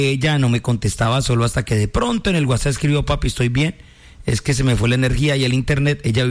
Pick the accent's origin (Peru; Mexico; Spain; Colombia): Colombia